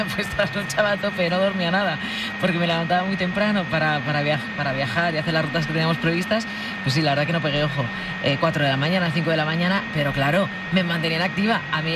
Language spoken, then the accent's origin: Spanish; Spain; A mí, no sé, se me reconoce que soy española, no tenía que decir nada